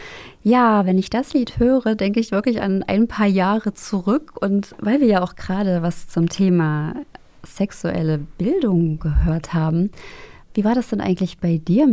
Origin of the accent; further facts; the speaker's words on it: Thuringia, Germany; Also ich bin Thüringerin